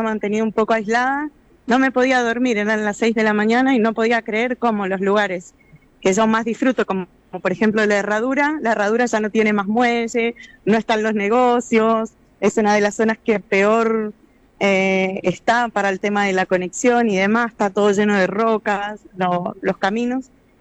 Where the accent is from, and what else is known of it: Argentina; moved away as an adult; now in Chile